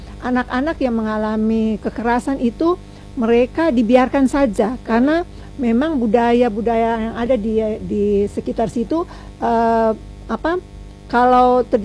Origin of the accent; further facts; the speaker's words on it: Ambon, Maluku, Indonesia; kita kan orang Ambon